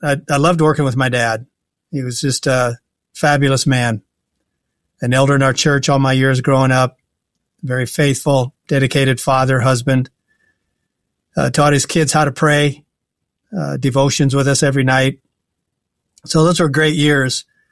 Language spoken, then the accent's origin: English; Hinton, Iowa, United States; also born or lived in Sioux City, Iowa; Mainly Sioux City, Iowa, or actually Hinton, which is 5 miles north of Sioux City.